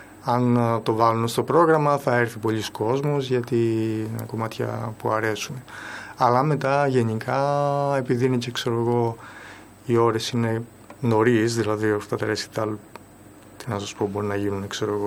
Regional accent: Amaliada, West Greece, Greece; now in Amaliada, Greece; Τότε εγώ μεγάλωσα στην Αμαλιάδα.

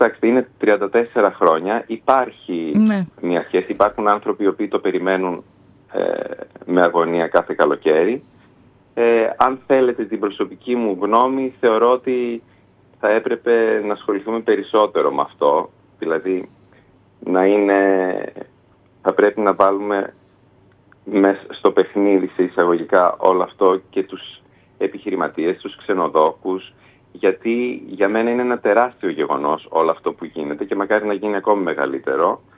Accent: Afytos, Central Macedonia, Greece; εγώ που γεννήθηκα εδώ στην Άφητο

